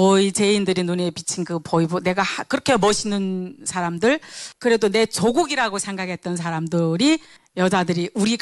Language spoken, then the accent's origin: Korean; North Korea; Korean is a second language; moved away as an adult; also born or lived in China; 내가 북한 사람이란 거 얘기해야 되나 말아야 되나 이런 고민이 있었는데